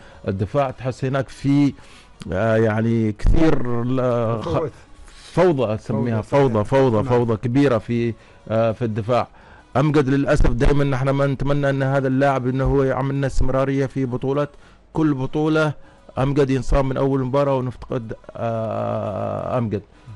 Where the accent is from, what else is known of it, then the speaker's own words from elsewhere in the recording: Oman; بالنسبة للعمانيين هي البطولة اللي نوعا ما تعمل فرحة للجمهور